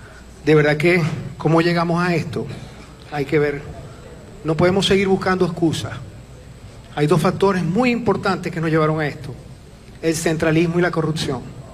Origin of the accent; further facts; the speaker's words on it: Maracaibo, Zulia, Venezuela; yo vengo de Maracaibo, donde se nos va la electricidad 6, 7, 5 horas al día. Y aquí hay maracuchos, ojalá lo reconozcan.